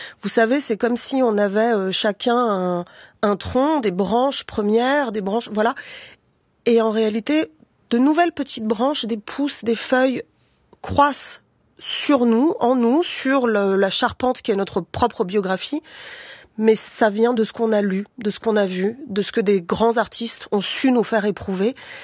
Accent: Paris, Île-de-France, France; je viens d'un certain quartier de Paris.

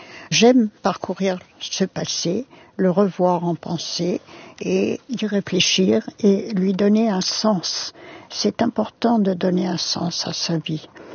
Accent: Paris, Île-de-France, France; born there; first language Yiddish; also born or lived in Slonim; Je suis née à Paris, mais émigrée à Slonim d'abord, puis ramenée en France. Et là, on m'a dit, ne parle plus yiddish.

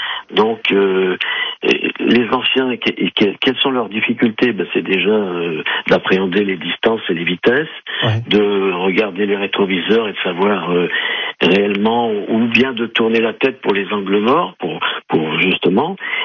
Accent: Saleux, Hauts-de-France, France; moi je suis de Saleux

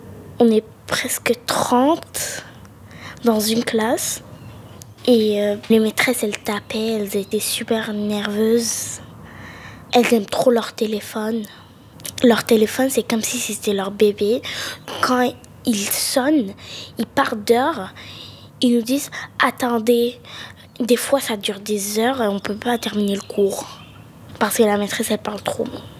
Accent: Khartoum, Sudan; moved away; Je suis née au Soudan, dans la ville de Khartoum, et j'habitais dans une petite île au centre du Khartoum. Elle s'appelait Touti.

